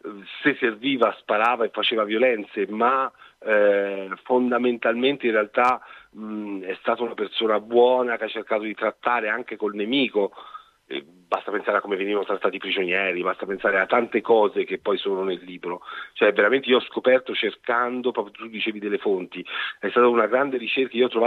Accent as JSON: {"language": "Italian", "region": "Tuscany", "country": "Italy", "moved": "yes", "lives_now": "Rome, Italy", "said": "essendo toscano pur vivendo a Roma, torno a casa ogni volta che è possibile"}